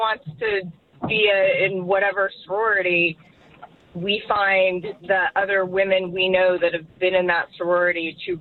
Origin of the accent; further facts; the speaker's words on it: Houston, Texas, United States; So I grew up in Houston, and I did not go to a school in the South that had sororities, but my sister did.